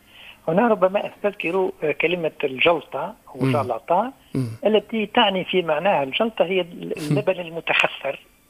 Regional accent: southern Tunisia, Tunisia; هناك أيضا لفظة هي من أيضا مستعملة عندنا في الجنوب، هي الشكبان.

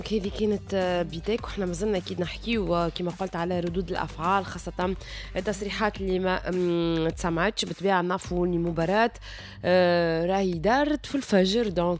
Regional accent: Tunisia; احنا كمنتخب تونسي

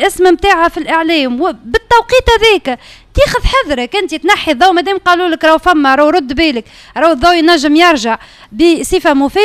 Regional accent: Tunisia; بلادنا تعدى بفترة استثنائية جدا،

